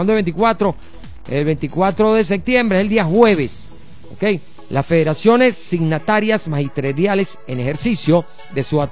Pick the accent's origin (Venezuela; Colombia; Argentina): Venezuela; Caracas, Capital District; Yo me crié allá en la Florida, en San Bernardino. Viví primero en San Bernardino, después en la Florida, por la iglesia Chiquiquirá, por ahí.